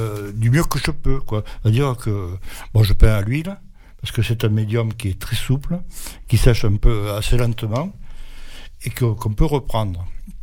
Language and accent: French; south of France, France; moved away; Bon, moi j'habite en Île-de-France, ça fait 40 ans, 42 ans maintenant, et je suis originaire du Midi.